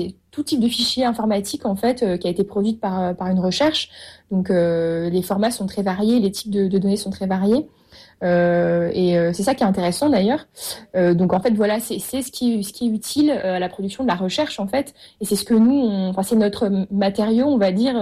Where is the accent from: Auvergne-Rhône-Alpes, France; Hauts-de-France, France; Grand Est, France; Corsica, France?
Auvergne-Rhône-Alpes, France; Lyon; moved away; moi, j'étais à Lyon avant. Enfin, je suis lyonnaise d'origine.